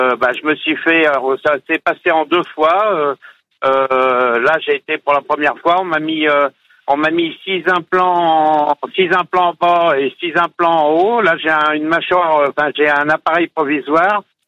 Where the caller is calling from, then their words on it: Guérande, Pays de la Loire, France; moi, j'habite auprès de Guérande.